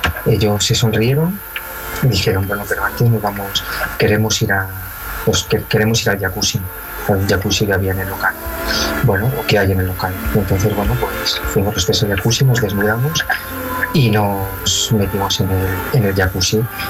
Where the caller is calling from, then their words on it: Madrid, Community of Madrid, Spain; Desde Madrid